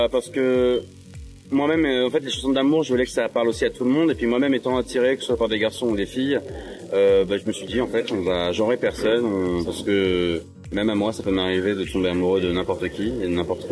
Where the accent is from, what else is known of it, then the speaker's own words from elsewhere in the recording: Angoulême, Nouvelle-Aquitaine, France; Angoulême, là d'où je viens